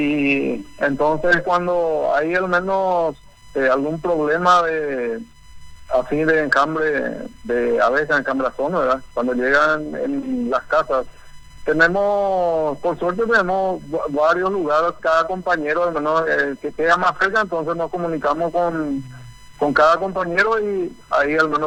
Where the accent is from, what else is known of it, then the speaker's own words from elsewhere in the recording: Paraguay; nosotros al menos que somos paraguayos